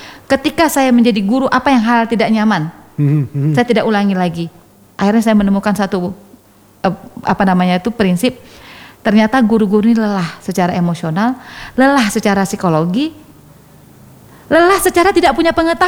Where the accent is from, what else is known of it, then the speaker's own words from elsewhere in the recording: Aceh, Indonesia; kalau kita orang Gayo itu rata-rata bisa lah.